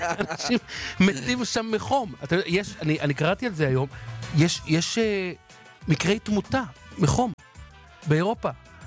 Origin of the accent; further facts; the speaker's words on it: Jerusalem, Jerusalem District, Israel; אני ירושלמי